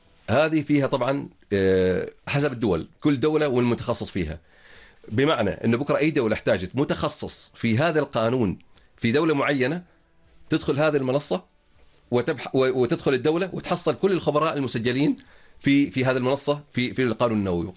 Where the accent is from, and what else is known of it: Oman